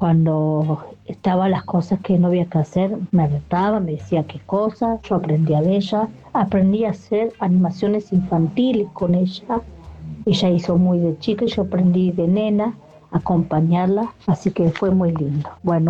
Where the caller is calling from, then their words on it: Ituzaingó, Buenos Aires Province, Argentina; de Ituzaingó.